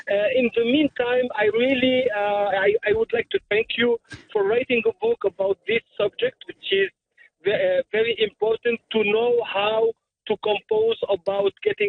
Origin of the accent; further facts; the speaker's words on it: Tunisia; moved away as an adult; now in North Shore, Canada; Originally, I'm from Tunisia. I moved to Canada in 2006. And now I'm getting old in Canada.